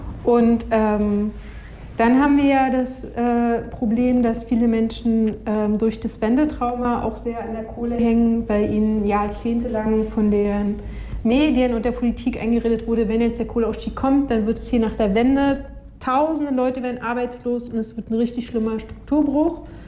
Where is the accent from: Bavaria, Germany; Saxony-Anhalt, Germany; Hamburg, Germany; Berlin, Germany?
Berlin, Germany; now in Cottbus, Germany; Ich habe mir bewusst Brandenburg ausgesucht, weil ich komme eigentlich auch aus Berlin, weil ich die Natur hier sehr liebe. Und Cottbus hat sich dann spontan ergeben, weil es ein Hausprojekt gibt, wo ich dann hingezogen bin.